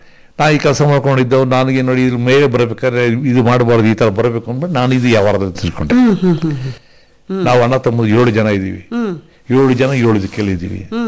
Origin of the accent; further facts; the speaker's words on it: Bengaluru, Karnataka, India; also born or lived in Malur / Kodagu; ಬೆಂಗಳೂರು ಓದ್ತಿದ್ದೆ. ಅಲ್ಲಿ ನಮ್ಮ ತಾಯಿಯವರು ತುಂಬ ಕಷ್ಟ ಆಯಿತು, ಮಾಲೂರಿಗೆ ಹಾಕಿದ್ರು.